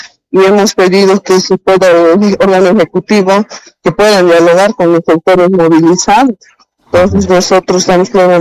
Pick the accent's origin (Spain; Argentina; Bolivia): Bolivia; Todos somos hermanos bolivianos